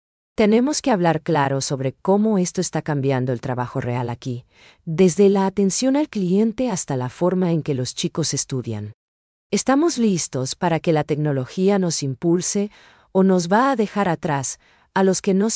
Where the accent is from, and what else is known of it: Paraguay